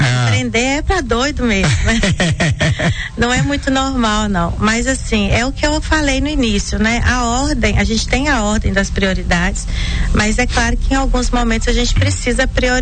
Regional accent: Coronel Fabriciano, Minas Gerais, Brazil; daqui de Fabriciano

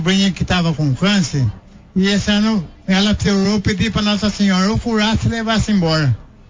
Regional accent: Charqueada, São Paulo, Brazil; Eu vim de Charqueada, para lá de Piracicaba, da 340 km.

